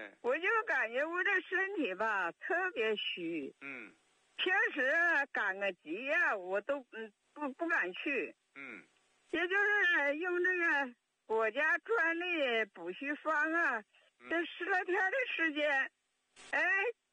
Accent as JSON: {"language": "Chinese", "town": "Suifenhe", "region": "Heilongjiang", "country": "China", "said": "牡丹江绥芬河镇的"}